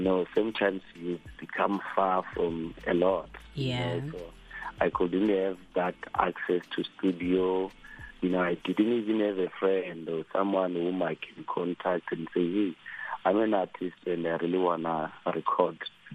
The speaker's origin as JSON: {"language": "English", "area": "Venda", "region": "Limpopo", "country": "South Africa", "tie": "born or raised there", "said": "But I come from a small village called Champawa, Kalam Kununde. So, I grew up there"}